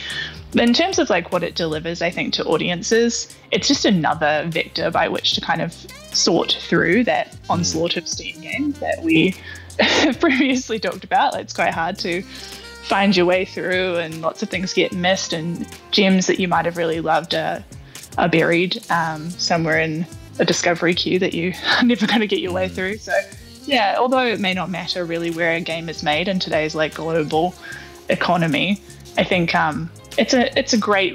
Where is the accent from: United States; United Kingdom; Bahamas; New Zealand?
New Zealand; I mean, I'm a New Zealander